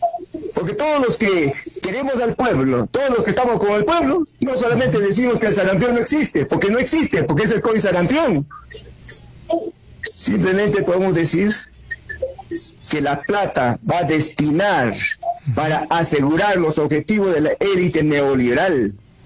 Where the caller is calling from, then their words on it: Juliaca, Puno, Peru; desde Juliaca.